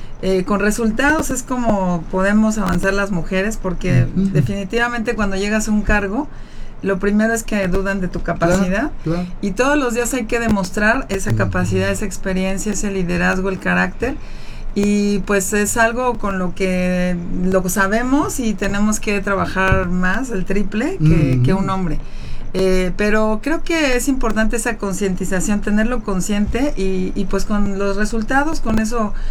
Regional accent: Mexico; como mexicana, claro, porque soy mexicana

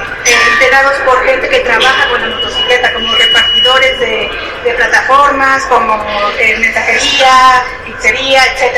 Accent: Puebla, Mexico; somos poblanos los que estamos acudiendo aquí a estas reuniones.

